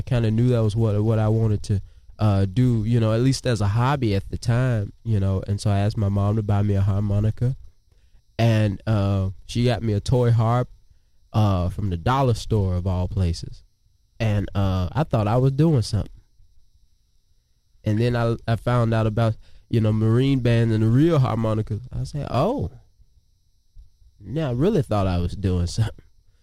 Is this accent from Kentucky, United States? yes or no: no; Vicksburg, Mississippi, United States; now in Richland, United States; I'm from Richland, Mississippi, Vicksburg, Mississippi, originally, though.